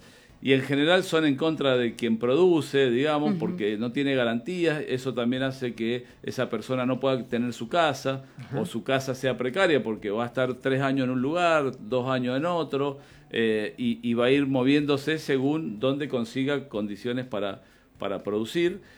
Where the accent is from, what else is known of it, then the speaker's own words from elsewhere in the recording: Carrodilla, Mendoza, Argentina; now in Lavalle, Argentina; yo soy oriundo de Carrodilla, pero desde el año 2000 que vivo en La Valle